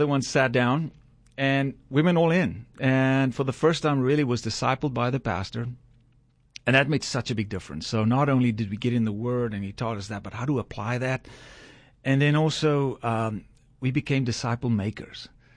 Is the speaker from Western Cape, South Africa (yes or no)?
no; Kirkwood, Eastern Cape, South Africa; Yeah, South Africa. So, I grew up in South Africa in a small town called Kirkwood. It's about an hour away from Port Elizabeth.